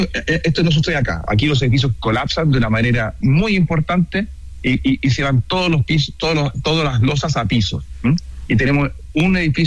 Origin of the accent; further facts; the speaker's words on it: Chile; Claro, y efectivamente soy chileno y por lo tanto la comparación con Chile siempre es difícil